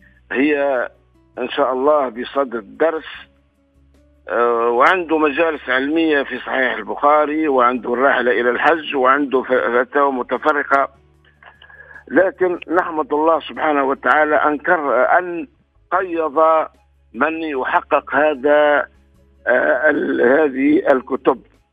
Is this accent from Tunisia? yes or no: yes; Tunisia; بلادنا تونس